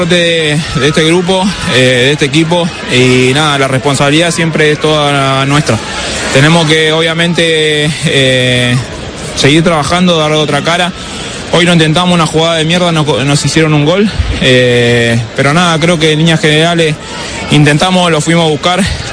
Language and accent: Spanish; Argentina; soy un argentino más que va a alentar por ellos